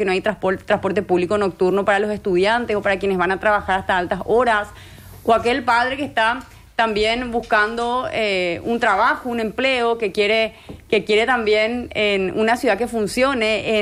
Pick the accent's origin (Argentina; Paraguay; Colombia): Paraguay; Asunción; Como hija de esta ciudad, nací, crecí, me malcrié en Asunción